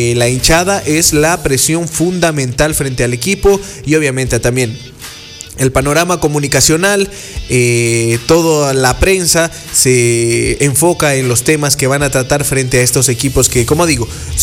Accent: Ecuador

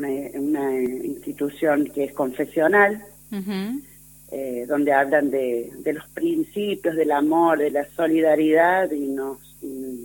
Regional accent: San Juan, Argentina; moved away as an adult; now in Chubut, Argentina; yo comencé trabajando en San Juan, porque bueno, yo soy de San Juan, pero hace más de 21 años que vivo acá en la Patagonia, en Chubut.

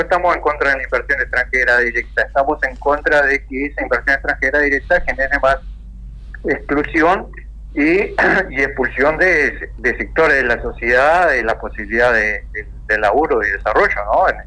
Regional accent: Uruguay; yo como ciudadano uruguayo

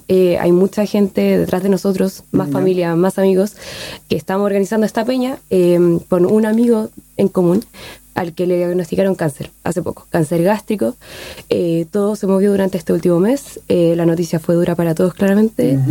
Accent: Pedro Aguirre Cerda, Santiago Metropolitan Region, Chile; todos los involucrados somos de Pedro y Reserda, acá de La Victoria

